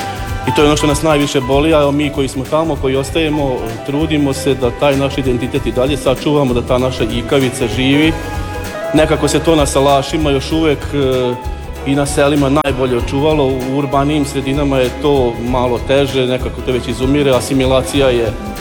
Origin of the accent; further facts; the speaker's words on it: Sombor, Vojvodina, Serbia; dolazim iz Sombora.